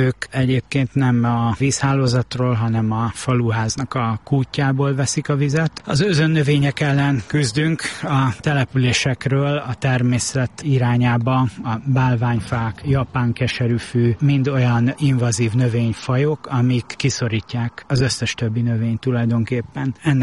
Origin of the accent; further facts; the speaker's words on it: Budapest, Hungary; Igen, én óbudai vagyok.